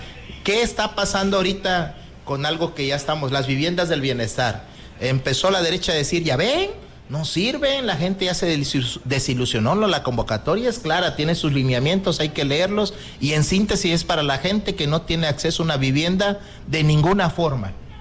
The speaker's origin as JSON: {"language": "Spanish", "country": "Mexico", "said": "que soy costeño 100%"}